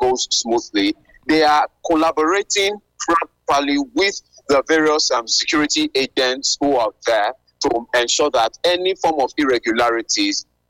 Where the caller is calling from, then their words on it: Uzare, Edo, Nigeria; I'm Uzare in Esako West Local Government Area, Edo North Senatorial District.